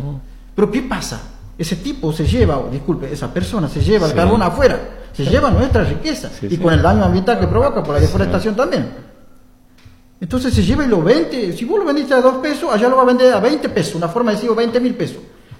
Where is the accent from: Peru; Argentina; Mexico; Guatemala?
Argentina; Suncho Corral, Santiago del Estero; yo soy de Suncho Corral también